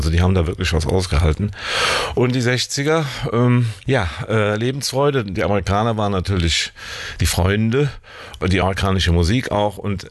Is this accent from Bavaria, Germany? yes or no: no; Niederkassel, North Rhine-Westphalia, Germany; Ich komme ja aus dem Dorf, dörflicher geht es nicht, aus Niederkassel-Lülsdorf. Und da gab es die Raffinerie aus Wesseling, die war auf der anderen Rheinseite. Also ganz klar, vom Rhein komme ich.